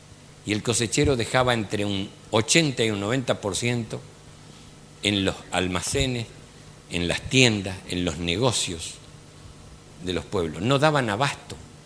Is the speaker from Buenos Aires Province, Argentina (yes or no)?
no; Chaco, Argentina; Saben también ustedes que yo soy del Chaco.